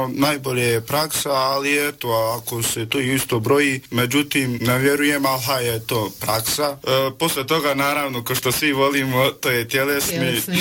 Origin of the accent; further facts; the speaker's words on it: Gračanica, Federation of Bosnia and Herzegovina, Bosnia & Herzegovina; iz Gračanice sam.